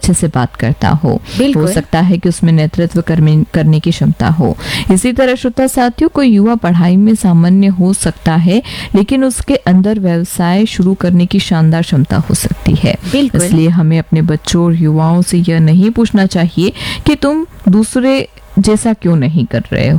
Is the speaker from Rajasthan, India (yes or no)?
yes; Rajasthan, India; हमारे वागड़ क्षेत्र की बात करें तो यहाँ हुनर की कोई कमी नहीं है।